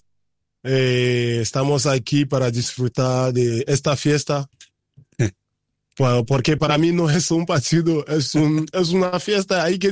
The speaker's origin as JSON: {"language": "Spanish", "country": "Benin"}